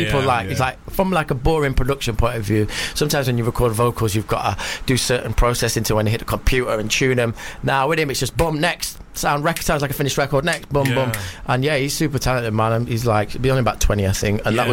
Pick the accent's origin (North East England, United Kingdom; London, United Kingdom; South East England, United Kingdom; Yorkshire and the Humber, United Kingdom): Yorkshire and the Humber, United Kingdom; Sheffield; from Sheffield. I'm from Sheffield, so he's always been my favourite MC.